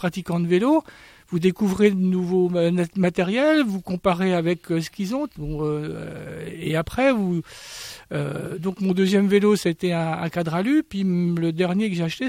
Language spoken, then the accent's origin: French; Bourgogne-Franche-Comté, France; Et donc, j'habitais en Bourgogne, et d'ailleurs, je suis natif de Bourgogne, et j'ai eu un vélo assez tôt.